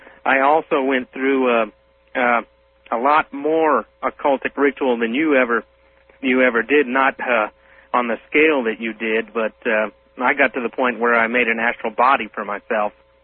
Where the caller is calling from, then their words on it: Albuquerque, New Mexico, United States; from Albuquerque also.